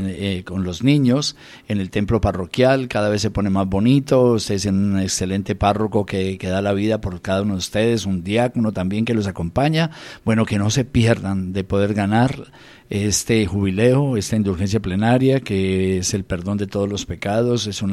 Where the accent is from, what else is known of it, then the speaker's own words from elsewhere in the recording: Balboa, Cauca, Colombia; desde mi tierra, desde la parroquia San José de Balboa, desde el balcón del Patía, vinimos a esta hermosa tierra que se llama El Rosario